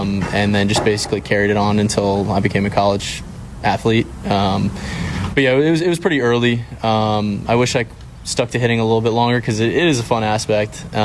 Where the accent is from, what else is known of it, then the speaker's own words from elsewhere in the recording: New Jersey, United States; I am from New Jersey